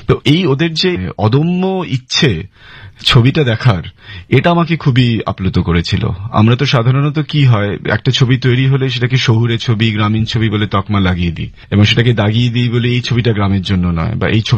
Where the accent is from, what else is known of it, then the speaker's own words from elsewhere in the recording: Durgapur, West Bengal, India; আমি দুর্গাপুরে Saint Xavier স্কুলে পড়াশোনা করেছি, সেখানেই আমার জন্ম দুর্গাপুরে